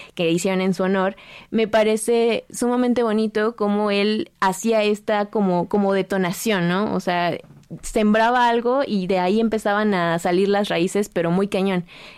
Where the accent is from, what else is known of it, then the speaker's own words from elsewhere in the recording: Nicolás Romero, State of Mexico, Mexico; que él vivía antes en Atizapán, que es muy cerca de donde yo soy, de Nicolás Romero